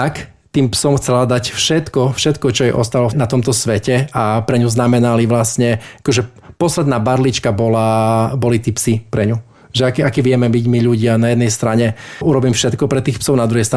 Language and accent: Slovak; eastern Slovakia, Slovakia; u nás na východe